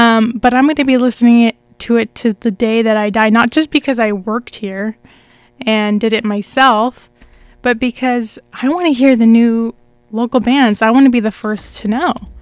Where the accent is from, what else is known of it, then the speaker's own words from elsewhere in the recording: Corona, California, United States; Corona, my hometown.